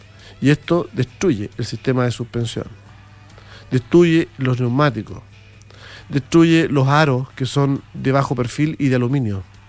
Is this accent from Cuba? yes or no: no; Santiago, Santiago Metropolitan Region, Chile; now in Iquique, Chile; Yo llevo muchos años en Iquique, yo lo recuerdo, soy de Santiago, llevo alrededor de 32 años acá en esta ciudad, yo soy iquiqueño ya casi.